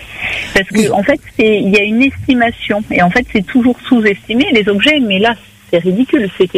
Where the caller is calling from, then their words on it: Réunion; moi-même je suis à La Réunion